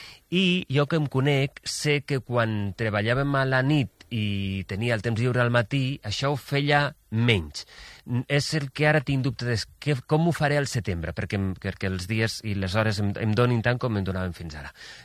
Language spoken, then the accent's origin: Catalan; Valencian Community, Spain; now in Madrid, Spain; sento Barcelona com casa meva, sento Madrid com la ciutat que m'acull, que també és casa meva, però jo sóc de la Ribera, sobretot de la Ribera.